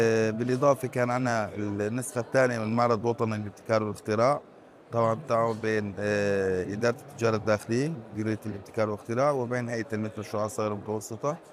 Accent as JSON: {"language": "Arabic", "country": "Syria", "said": "ونحن كبلد كسوريين في بلاد الشام نفتخر أن نحن أوائل من قام بالتجارة في العالم"}